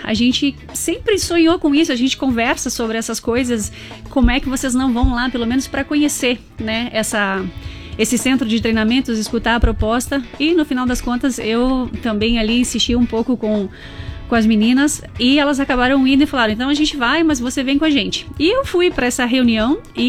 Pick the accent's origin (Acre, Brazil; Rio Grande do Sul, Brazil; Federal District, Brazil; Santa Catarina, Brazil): Santa Catarina, Brazil; Chapecó; Sou barriga verde, sou natural aqui de Chapecó